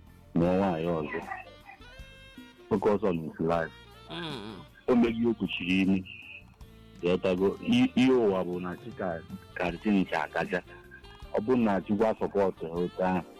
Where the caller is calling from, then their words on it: Enugu, Enugu State, Nigeria; I'm calling from Enugu.